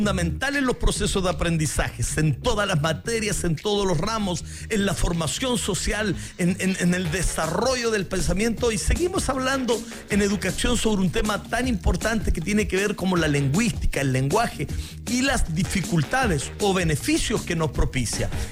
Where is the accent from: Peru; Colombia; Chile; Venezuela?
Chile; ¿Hablamos mal los chilenos?